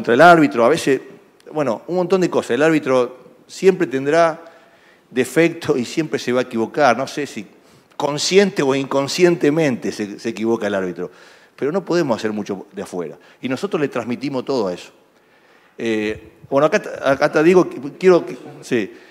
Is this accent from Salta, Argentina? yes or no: no; Rosario, Santa Fe, Argentina; Yo no puedo concebir, yo soy de Rosario, no puedo concebir que Rosario, una ciudad tan futbolera como Rosario